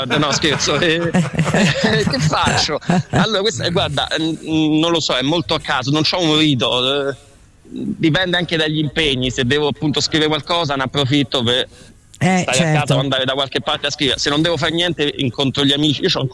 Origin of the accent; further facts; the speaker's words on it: Rome, Lazio, Italy; io sono di Roma